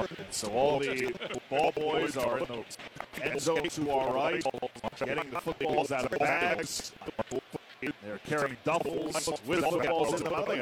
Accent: Florida, United States; I was a young guy growing up in South Florida

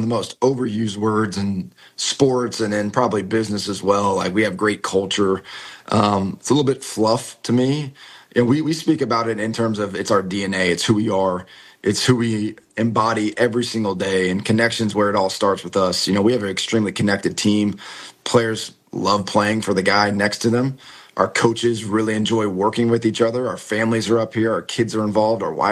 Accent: United States; moved away; to be able to come back to my home state, you know, my parents' alma mater, a place I grew up

